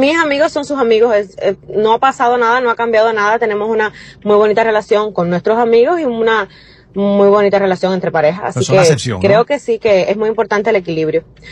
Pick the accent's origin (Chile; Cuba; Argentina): Cuba; now in United States; Somos cubanos, los dos nos conocimos en Cuba, ahora estamos aquí en Estados Unidos.